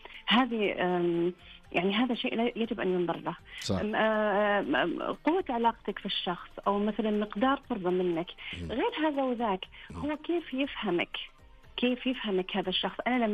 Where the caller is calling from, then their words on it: Riyadh, Riyadh Province, Saudi Arabia; من الرياض